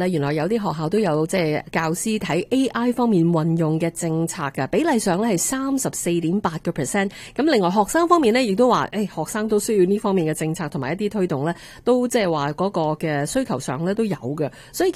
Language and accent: Cantonese; Hong Kong; moved away; 我哋喺香港大嘅咧